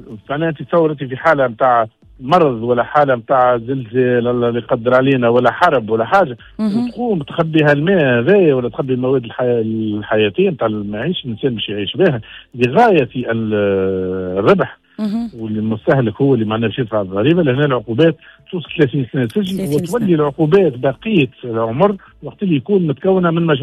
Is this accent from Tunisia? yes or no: yes; Tunisia; انا كمواطن تونسي